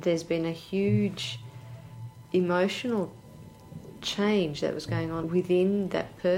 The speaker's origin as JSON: {"language": "English", "country": "Australia", "tie": "born there", "also_born_or_lived": "Italy", "second_language": "English", "said": "my exercise books in second grade while I was in Italy, as opposed to the sort of school books that I had when I arrived in Australia."}